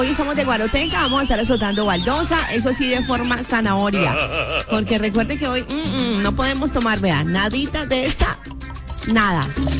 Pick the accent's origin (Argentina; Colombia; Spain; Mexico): Colombia